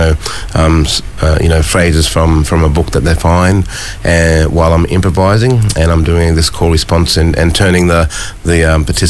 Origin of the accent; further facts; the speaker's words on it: Mount Isa, Queensland, Australia; Mum would play to me like classical music, you know, growing up in Mount Isa.